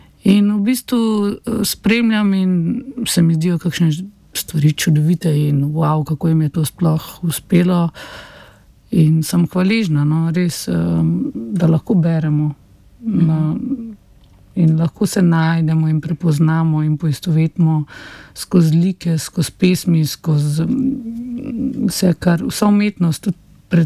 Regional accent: Upper Carniola, Slovenia; mi, ko smo bili otroci, jaz sem iz Gorenjske, smo hodili v Lesce

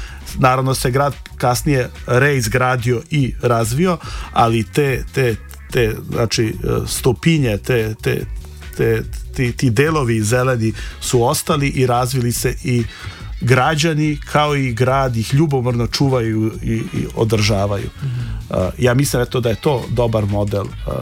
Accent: Ljubljana, Central Slovenia, Slovenia; born or raised there

